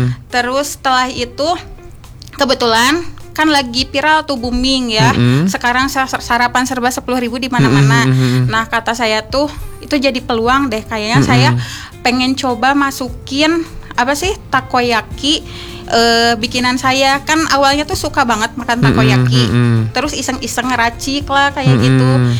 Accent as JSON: {"language": "Indonesian", "town": "Cimahi", "region": "West Java", "country": "Indonesia", "tie": "born or raised there", "lives_now": "Bandung, Indonesia", "said": "Terus saya juga kebetulan asli orang Cimahi."}